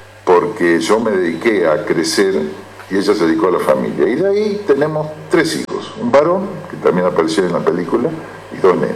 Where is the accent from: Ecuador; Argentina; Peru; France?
Argentina; Capilla, Buenos Aires; moved away as an adult; now in Campana, Argentina; yo siempre de Capilla, lo dije al principio, me gustaba Campana, pues tengo gran parte de mi familia acá, pero cuando me vine me enamoré de Campana, y realmente sigo más enamorado que nunca, y sobre todo, me siento campanense.